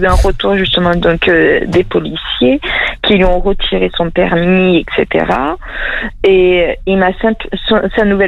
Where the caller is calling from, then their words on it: France; moi je suis française.